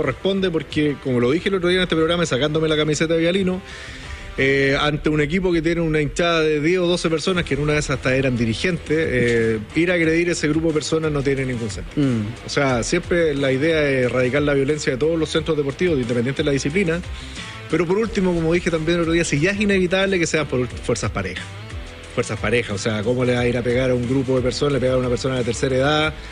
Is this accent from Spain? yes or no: no; Chile